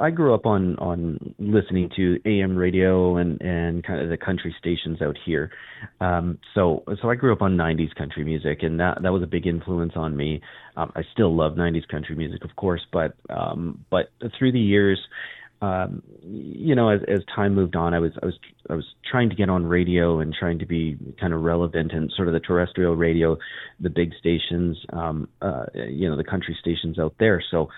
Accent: Saskatchewan, Canada; now in Saskatoon, Canada; I'm from Saskatoon. I grew up in small town Saskatchewan, kind of southeast Saskatchewan, in a small town of 1,100 people.

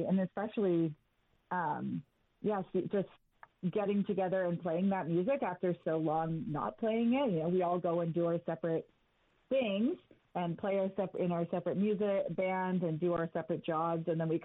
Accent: Vancouver, British Columbia, Canada; I'm one of the singers and songwriters in … So I'm from Vancouver

